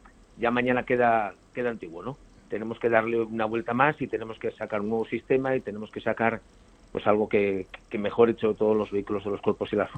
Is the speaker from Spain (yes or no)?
yes; Asturias, Spain; pues cuando estás fuera de Asturias, pues como buen asturiano presumes, ¿no?